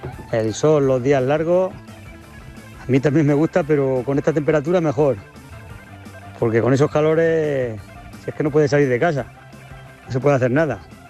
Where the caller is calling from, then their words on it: Spain; de Nojoya de San Vicente.